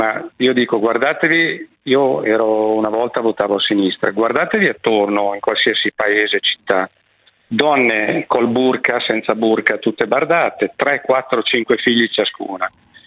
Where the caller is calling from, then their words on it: Cremona, Lombardy, Italy; chiamo da Cremona.